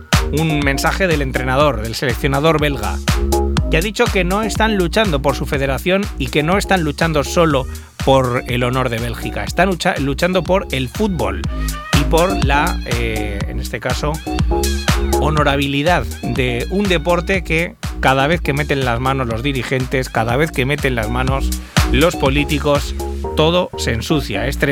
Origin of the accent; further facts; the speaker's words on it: Spain; nosotros como somos españoles